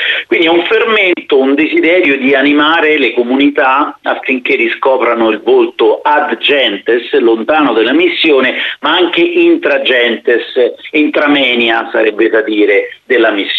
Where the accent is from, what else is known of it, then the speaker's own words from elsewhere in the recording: Rome, Lazio, Italy; born there; also born or lived in Malawi; Io mi trovo nella parrocchia di Selva Candida, sono parroco, ma sono nel comune di Roma, sono nato a Roma.